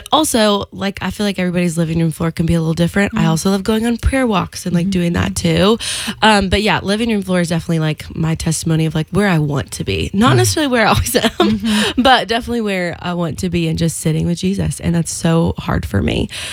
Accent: Pacific Northwest, United States; Yeah, a little. I feel like I just like, I'm from the Northwest.

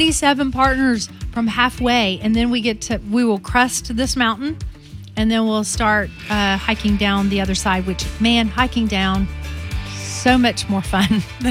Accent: Alabama, United States; there was not Christian radio, or at least Christian radio that we knew of where I grew up in Northeast Alabama at the time.

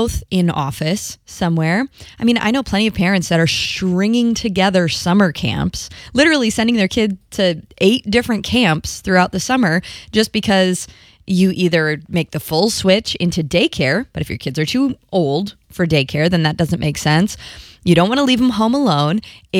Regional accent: Midwest, United States; now in Florida, United States; I came from the Midwest where school started after Labor Day. So the fact that school was starting in August in Florida when we moved here was already confusing to me.

